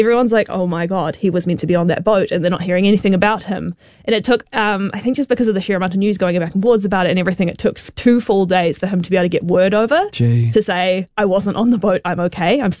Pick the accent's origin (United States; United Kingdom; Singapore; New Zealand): New Zealand; Tauranga, Bay of Plenty; I'm from Tauranga, mm-hmm. so very beachy, like Papamoa, very beachy